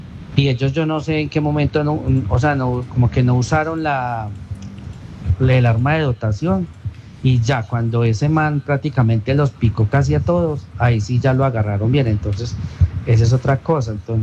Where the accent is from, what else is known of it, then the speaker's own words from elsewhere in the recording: Pereira, Risaralda, Colombia; de Pereira, les estoy viendo por TikTok también.